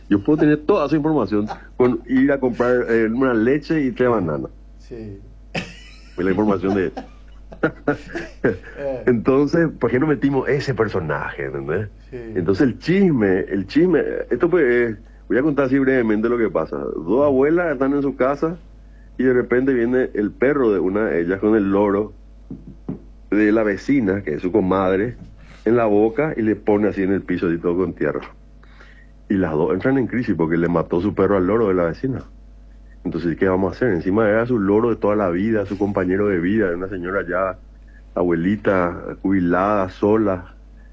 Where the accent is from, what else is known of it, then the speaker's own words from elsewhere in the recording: Paraguay; para nosotros como paraguayos